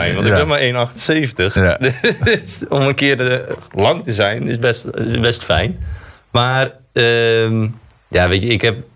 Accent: Dordrecht, South Holland, Netherlands; ik voel me wel echt een Dordtenaar. Ik ben echt een Dordtofiel

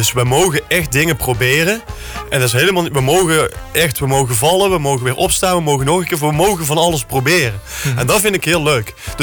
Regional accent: North Brabant, Netherlands; Ja, maar bij ons in Brabant is dat misschien wel eerder aan de orde.

